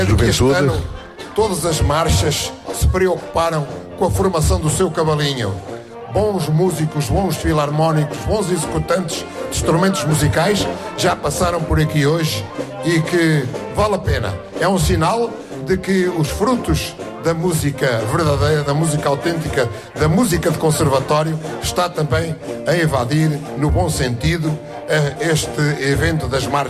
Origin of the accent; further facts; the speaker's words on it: Arganil, Centro, Portugal; porque é a minha terra. Eu costumo dizer que nasci aqui há quase 80 anos, só cá não estive 3 anos, que foi o tempo que fui à guerra. E por isso mesmo, Arganil é tudo aquilo que eu tenho de corpo e alma.